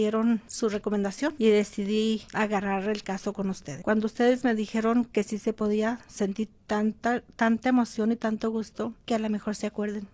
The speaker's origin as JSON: {"language": "Spanish", "town": "Namiquipa", "region": "Chihuahua", "country": "Mexico", "tie": "born there", "moved": "yes", "said": "Soy de el estado de Chihuahua, pero nací en municipio de Santa Clara, Namiquipa."}